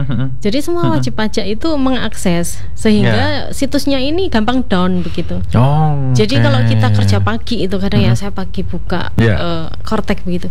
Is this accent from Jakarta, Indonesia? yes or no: no; Kediri, East Java, Indonesia; now in Surabaya, Indonesia; di sini itu tempat kelahiran saya.